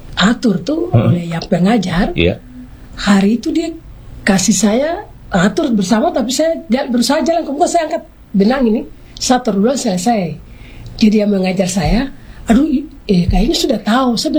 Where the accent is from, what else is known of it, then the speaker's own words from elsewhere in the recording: Southwest Papua, Indonesia; jadi karena kami orang Mebrat ini selalu bayar harta, jadi saya sukanya tenun Boirim dengan serentak.